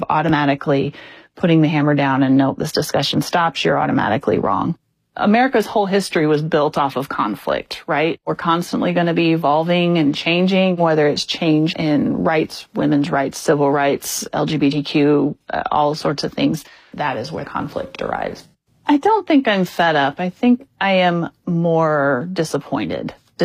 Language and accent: English; Urbana, Illinois, United States; now in Monticello, United States; I grew up in Southeast Urbana, tight-knit houses every 6 feet or whatever. But when I moved to Monticello, it was a totally different vibe.